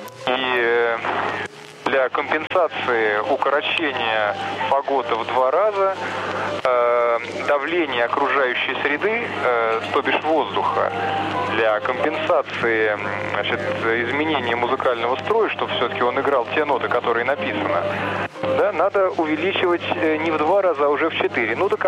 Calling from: Kazan, Tatarstan, Russia; Я из Казани звоню.

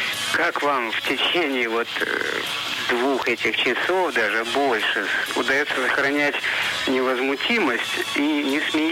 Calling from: Saint Petersburg, Russia; Я звоню из Санкт-Петербурга.

